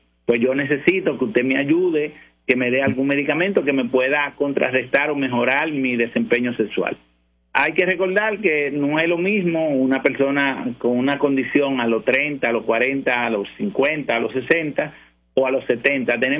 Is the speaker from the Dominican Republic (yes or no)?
yes; Dominican Republic; now in Puerto Rico; yo amo mi país, mi país de origen, República Dominicana, mi país adoptivo. Yo le agradezco tanto a Puerto Rico